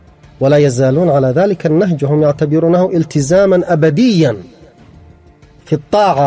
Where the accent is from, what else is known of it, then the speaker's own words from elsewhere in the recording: Yemen; بلدنا اليمن